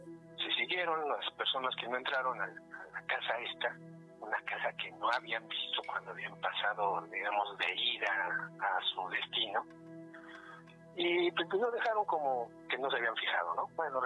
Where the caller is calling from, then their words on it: Mexico City, Mexico; De Iztapalapa.